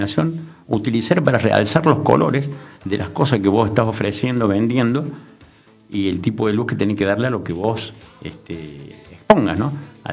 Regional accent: Córdoba, Argentina; moved away as an adult; also born or lived in Buenos Aires; me siento mucho más cómodo acá, con mi gente y con mi provincia.

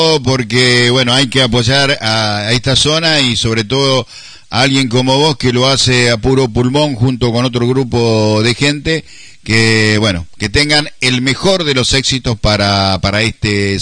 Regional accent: Gálvez, Santa Fe, Argentina; now in Santa Fe, Argentina; Yo recuerdo en mi infancia, en mi pueblo, en mi ciudad Gálvez, en mi niñez ahí, aunque yo nací acá en Santa Fe, pero a los 2 años mis padres me llevaron hasta allá

